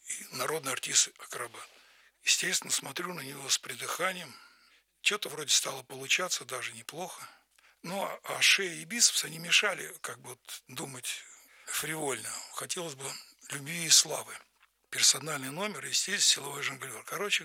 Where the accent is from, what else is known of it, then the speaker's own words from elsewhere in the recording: Moscow, Russia; Вырос я в Москве, учился в одной школе с Леней Якубовичем, друг моего детства.